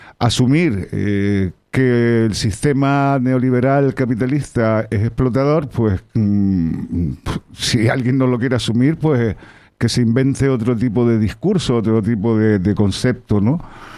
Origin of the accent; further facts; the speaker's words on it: Spain; el barrio de Marmolejo y más en el Pago de Talla, de donde soy yo, yo allá arriba soy